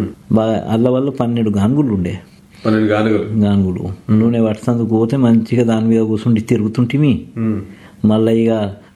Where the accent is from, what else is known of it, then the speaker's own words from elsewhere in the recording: Adilabad, Telangana, India; born there; నేను పుట్టింది ఆదిలాబాద్లోనే.